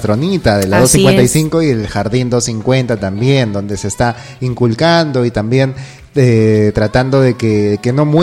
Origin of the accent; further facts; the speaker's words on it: Lima, Peru; now in Lamas, Peru; Evidentemente, vine de Lima a Lamas con mi esposa, pues a vivir aquí. Si bien la familia de mi esposa es de Lamas, ya conocía Lamas